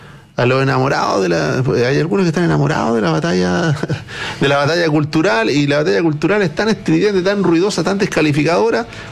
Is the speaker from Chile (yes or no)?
yes; Chile; Fue el músculo, es parte de la de lo que nos identifica como chilenos, ¿no?